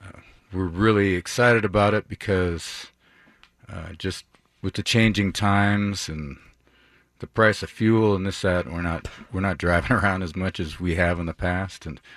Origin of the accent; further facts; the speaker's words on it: Montana, United States; I grew up around those paintings growing up in Montana